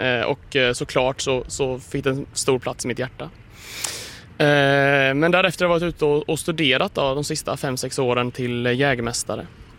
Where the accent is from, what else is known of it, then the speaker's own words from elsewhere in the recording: Östergötland, Sweden; moved away as an adult; jag är ju en inbiten och glad ydrebo. Jag föddes här i Hästra för nu då 27 år sedan. Har upplevt den här kommunen som barn och ung